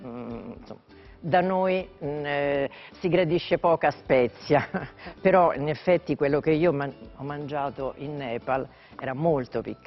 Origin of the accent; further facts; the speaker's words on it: Rome, Lazio, Italy; born there; sono nata a Roma.